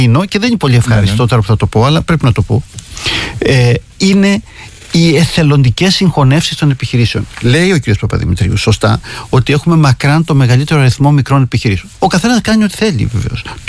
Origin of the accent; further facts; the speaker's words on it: Greece; ως Έλληνας